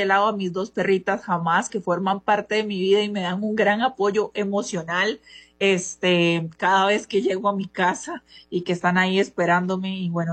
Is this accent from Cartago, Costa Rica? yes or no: no; San Mateo, Alajuela, Costa Rica; Soy de San Mateo.